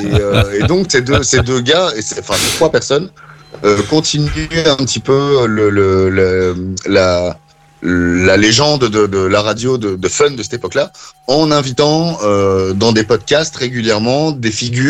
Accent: Belgium; qui n'était pas disponible au départ chez nous en Belgique

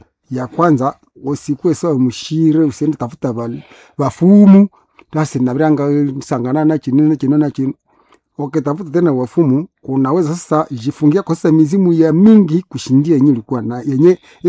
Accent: Butembo, North Kivu, DR Congo; born there; Kuna jamaa mingi tulizaliwa hapa Butembo.

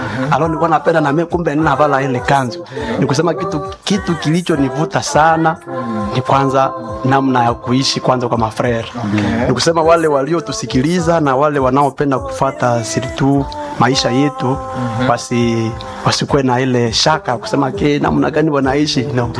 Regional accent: Kasindi, North Kivu, DR Congo; born there; mimi kwenye nilizaliwa iko Kasindi.

